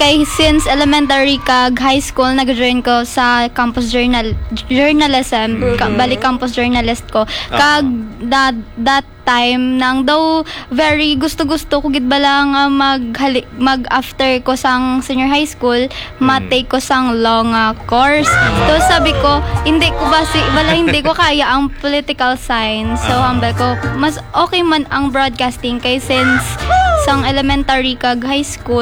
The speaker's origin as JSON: {"language": "Tagalog", "town": "Pilar", "region": "Western Visayas", "country": "Philippines", "said": "From San Pedro Pilar Capiz!"}